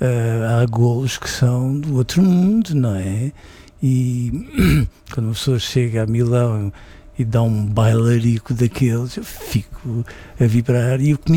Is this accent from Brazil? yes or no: no; Leiria, Centro, Portugal; born there; E Leiria era uma cidade muito estranha.